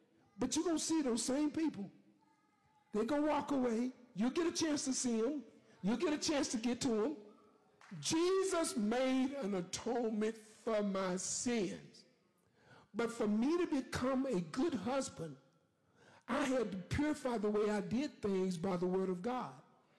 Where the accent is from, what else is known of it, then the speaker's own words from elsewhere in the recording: Huntsville, Texas, United States; born there; Oh, all my physical is from here. I was born in Huntsville, Texas, right up the street.